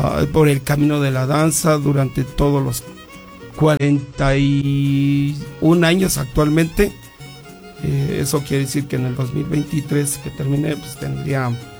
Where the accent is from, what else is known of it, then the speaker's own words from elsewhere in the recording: Actopan, Hidalgo, Mexico; Soy originario de Actopan, maestro jubilado también, y dirijo una compañía de danza folclórica en Actopan, Hidalgo.